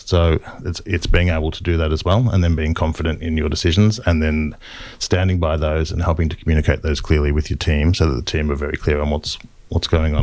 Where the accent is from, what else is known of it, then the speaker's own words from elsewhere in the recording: Melbourne, Victoria, Australia; I grew up in Melbourne, but in the eastern suburbs, and a lot of my extended family are from the country.